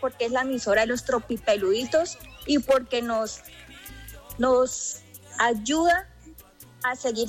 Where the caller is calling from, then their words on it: Cúcuta, Norte de Santander, Colombia; Habla con … desde el barrio Alto Pamplonita.